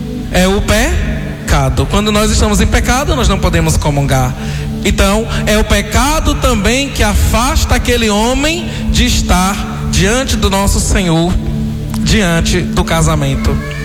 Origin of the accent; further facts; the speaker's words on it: Bahia, Brazil; Para nós que somos baianos